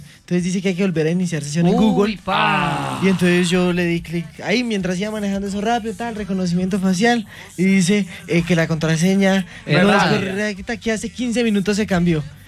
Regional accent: Bogotá, Colombia; yo vengo desde Bogotá. He recorrido todo Colombia. Viajando.

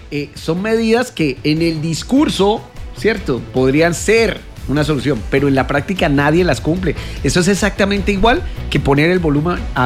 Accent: Cali, Valle del Cauca, Colombia; Yo que soy caleño

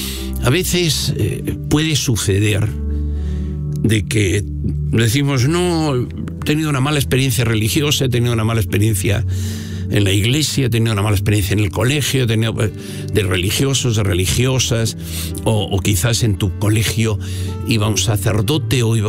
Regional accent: Castile and León, Spain; moved away; y en mi pueblo, en León.

